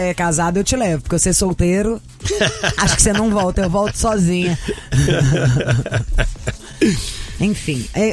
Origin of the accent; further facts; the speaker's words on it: Belo Horizonte, Minas Gerais, Brazil; Você imagina, eu sou de Belo Horizonte, família inteira mora lá.